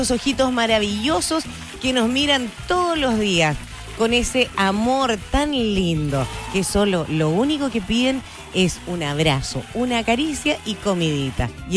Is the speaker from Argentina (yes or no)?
no; Chile